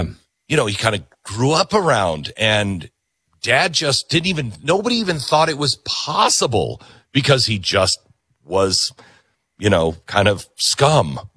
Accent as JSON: {"language": "English", "country": "United States", "said": "I'm such an American that I never thought of George Washington having to go to the British"}